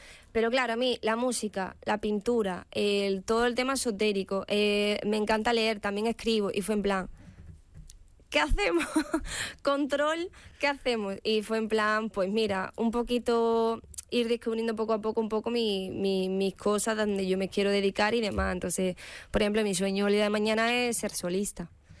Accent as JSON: {"language": "Spanish", "town": "Seville", "region": "Andalusia", "country": "Spain", "tie": "born or raised there", "moved": "as an adult", "lives_now": "Galicia, Spain", "said": "vengo de allá abajo, claro, me he criado allí y demás, mis costumbres"}